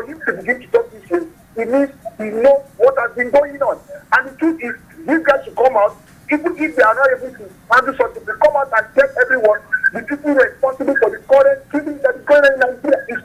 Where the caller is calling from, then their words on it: Shanghai, China; I'm calling you from Shanghai.